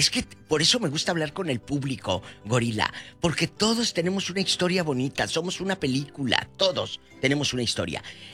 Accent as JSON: {"language": "Spanish", "town": "Matamoros", "region": "Tamaulipas", "country": "Mexico", "tie": "born or raised there", "said": "cuando yo volví a mi tierra, veía el patio que yo creía enorme, lo veía más chiquito. El solar, como le decimos nosotros en Matamoros, el solar lo veía más chiquito."}